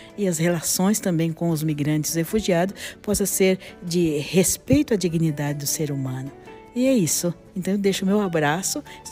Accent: Paraná, Brazil; now in São Paulo, Brazil; sou paranaense, né? Estou aqui agora em São Paulo, no Putim

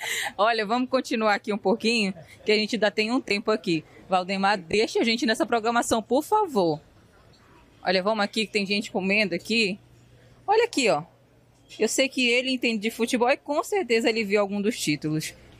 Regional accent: Brazil; Somos brasileiros

